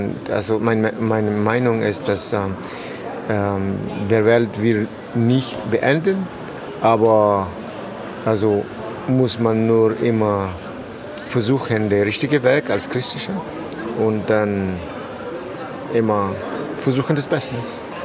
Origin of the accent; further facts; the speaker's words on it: Venezuela; In Venezuela. Ich komme aus Venezuela.